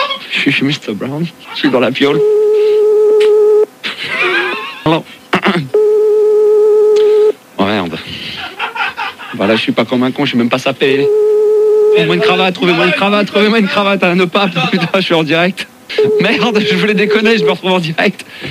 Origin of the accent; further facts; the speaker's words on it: France; Pourquoi? Ah, je suis français, hein?